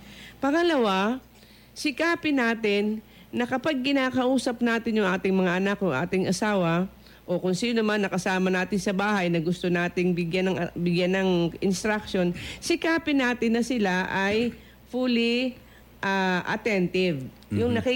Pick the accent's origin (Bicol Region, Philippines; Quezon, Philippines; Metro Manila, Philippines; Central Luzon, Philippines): Central Luzon, Philippines; sabi po sa amin sa Bulacan ay napakabungangera.